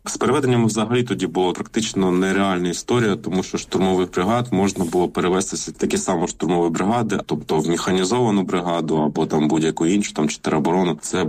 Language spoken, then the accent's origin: Ukrainian; Donetsk Oblast, Ukraine; от ми взагалі з Бахмутського району родом. І я от розумію, що тут от земля, от ну, моїх там бабусі, дідуся